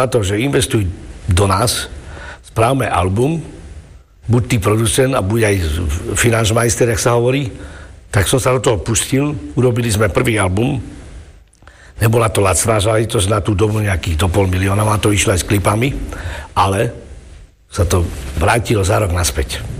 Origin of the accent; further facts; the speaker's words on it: Bratislava, Bratislava Region, Slovakia; Slovenský, romský a tak. Ja som vyrastal v Bratislave a ja som väčšinou mal kamarádov neromov.